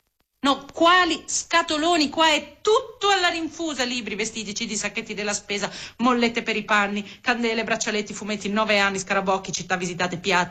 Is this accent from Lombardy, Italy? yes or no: no; Veneto, Italy; Si mangiano solo lì da noi, sud del Veneto. E sono buonissime. I sapori poveri della mia terra. La mia terra, che nessuno sa dov'è. La mia terra. Da cui scappo sempre.